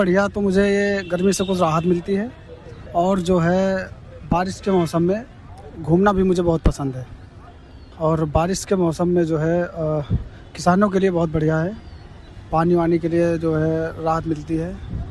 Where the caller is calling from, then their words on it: Sandila, Uttar Pradesh, India; और मैं संडीला का रहने वाला हूं।